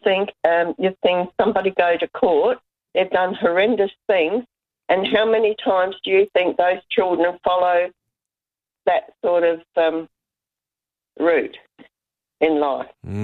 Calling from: Birkenhead, South Australia, Australia; I'm ringing from South Australia, Birkenhead

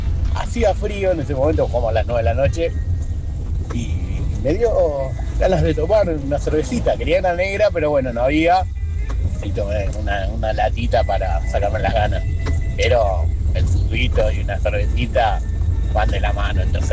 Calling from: Libertad, Buenos Aires Province, Argentina; de Libertad. Yo juego a La Plata todos los jueves.

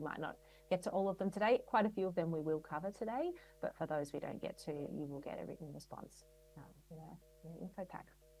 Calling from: Victoria, Australia; I'm joining in from Wurundjeri country.

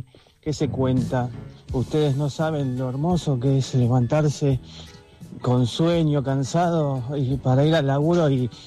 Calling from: Gerli, Buenos Aires Province, Argentina

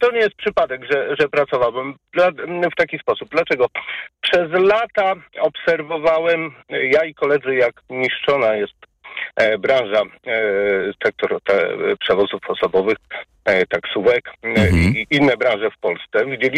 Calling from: Warsaw, Masovian Voivodeship, Poland; Jestem z Warszawy i od prawie roku pracuję na aplikacjach.

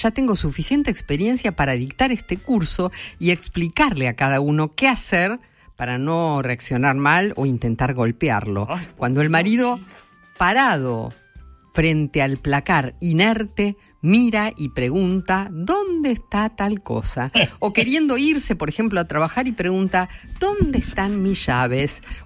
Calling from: Posadas, Misiones, Argentina; de Posadas.

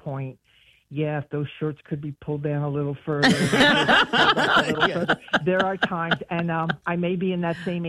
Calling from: North Wales, Pennsylvania, United States; I'm calling from North Wales, Pennsylvania.

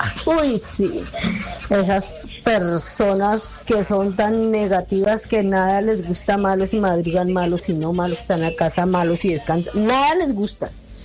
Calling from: Bogotá, Bogotá Capital District, Colombia; del Barrio Andalucía, localidad de Kennedy.

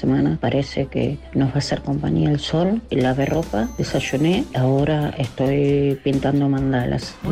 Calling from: Buenos Aires, Argentina; soy de Boedo

